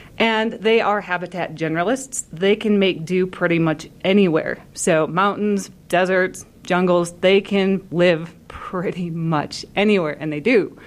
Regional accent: Michigan, United States; moved away as an adult; now in Utah, United States; But from Michigan originally, and we had dispersing cats showing up in our state, right?

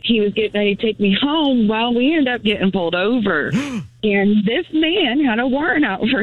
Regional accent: Kansas, United States; Kansas, but the warrant was out of a different state.

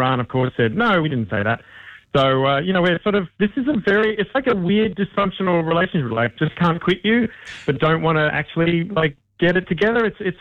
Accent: Australia; It is interesting as an Australian

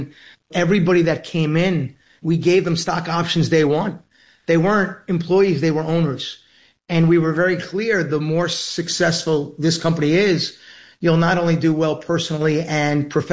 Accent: Queens, New York, United States; It's why I always say … from Queens, right?

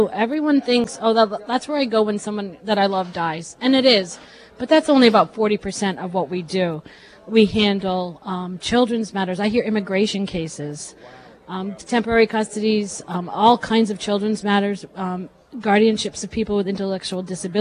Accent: Putnam, United States; I grew up in Putnam.

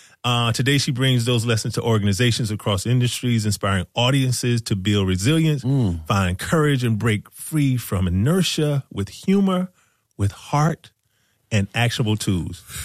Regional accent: Decatur, Georgia, United States; I'm from Decatur, where it's greater. I'm a Grady baby.

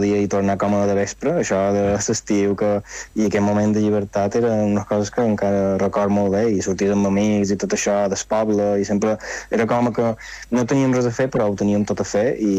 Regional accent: Palma, Balearic Islands, Spain; Tot i que jo realment he crescut a Palma i he anat a escola a Palma i tot ho he fet a Palma

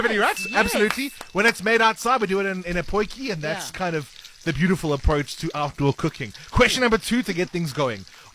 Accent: South Africa; we as South Africans have made outdoor cooking basically our whole identity.

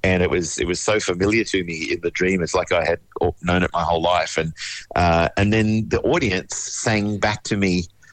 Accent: Wagga Wagga, New South Wales, Australia; I grew up in Wagga Wagga and spent sort of 30 years living there, and so I have a real soft spot for regional communities

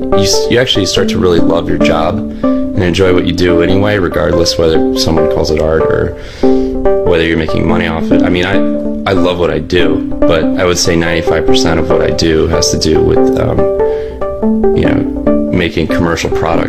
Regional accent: Delaware, United States; I grew up in Delaware, which is a big chemical sort of powerhouse

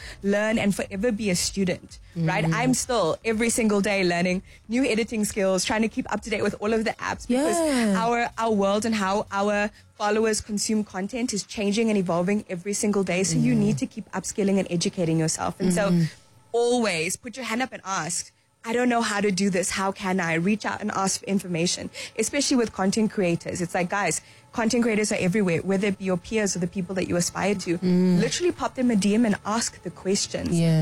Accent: Zimbabwe; And I think especially as a woman of color growing up in Zimbabwe, you're taught this is the box and this is the space that you can occupy.

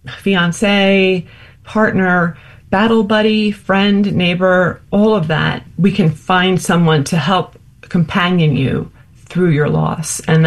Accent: New Jersey, United States; I'm from New Jersey, so Memorial Day used to be going down the shore.

